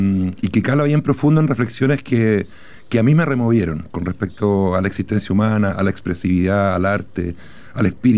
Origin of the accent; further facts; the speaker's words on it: Talcahuano, Biobío, Chile; Yo soy oriundo de Talcahuano